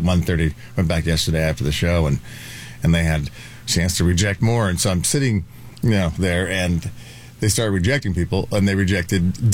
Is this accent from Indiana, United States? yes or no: yes; Terre Haute, Indiana, United States; Columbia House was located in Terre Haute, Indiana.